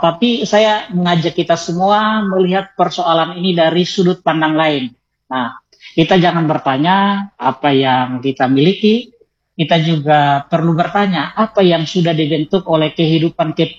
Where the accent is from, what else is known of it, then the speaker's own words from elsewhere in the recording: Indonesia; moved away; saya pribadi sebagai anak kampung, oh ya, pendengar semuanya, saya lahir di kampung. Nah, saya lahirnya di kampung Oelufa. Nah, Oelufa. Terus itu satu kampung di daerah Kecamatan Lohulu.